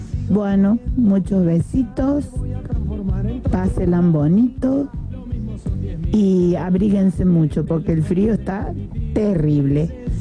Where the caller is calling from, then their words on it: Villa María, Córdoba, Argentina; Hola, Norita … de Villa María.